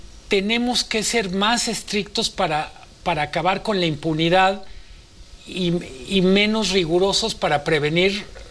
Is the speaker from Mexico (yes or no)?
yes; Mexico